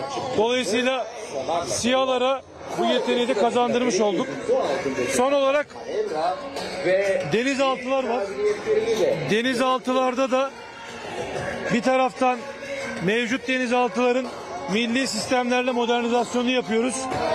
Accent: Gölcük, Kocaeli, Turkey; ben buralıyım, Gölcüklüyüm, buralarda büyüdüm.

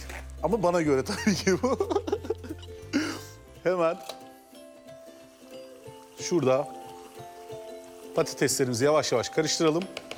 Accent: Adana, Turkey; Biliyorsunuz ben Adanalıyım. Adana'da yapılan ev salçalarının hemen hemen hepsi çok tuzludur.

